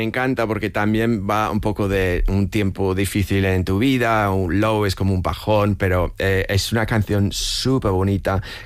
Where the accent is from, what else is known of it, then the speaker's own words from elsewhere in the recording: United Kingdom; born there; Spanish is a second language; moved away; me afinca mucho en mi país natal